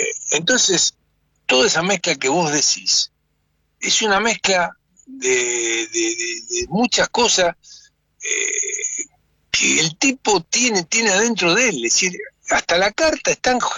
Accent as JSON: {"language": "Spanish", "country": "Argentina"}